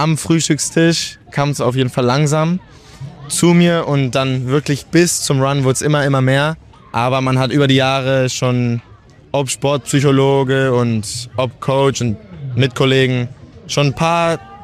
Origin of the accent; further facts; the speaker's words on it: Portugal; moved away; also born or lived in Hamburg; ich bin 19 Jahre alt. Ich komme aus Hamburg, bin aber tatsächlich in Portugal groß geworden.